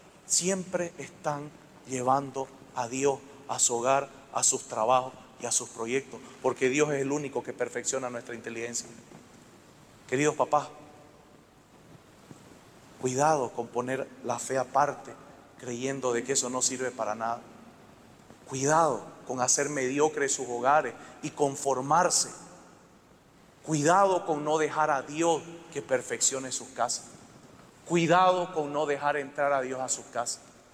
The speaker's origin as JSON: {"language": "Spanish", "town": "Montero", "region": "Santa Cruz", "country": "Bolivia", "said": "Montero, yo soy de Montero. Así que yo conocí cómo estaba Guavirá."}